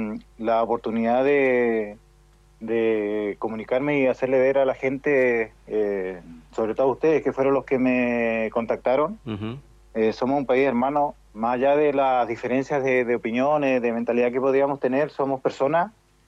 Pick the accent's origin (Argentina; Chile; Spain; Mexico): Chile